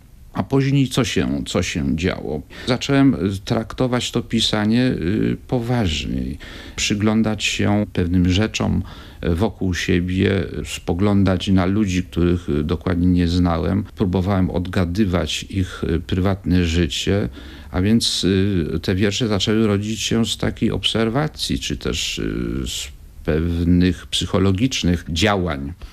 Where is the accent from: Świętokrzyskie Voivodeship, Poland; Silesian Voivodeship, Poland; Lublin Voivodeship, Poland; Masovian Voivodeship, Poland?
Silesian Voivodeship, Poland; Gliwice; Chodziłem do szkoły podstawowej i średniej w Gliwicach. Urodziłem się na Śląsku. Śląsk był czymś dla mnie naturalnym.